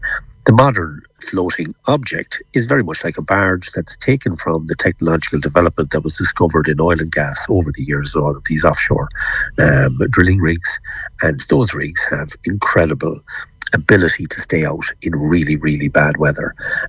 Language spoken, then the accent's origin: English; Ireland; we know this as Irish people.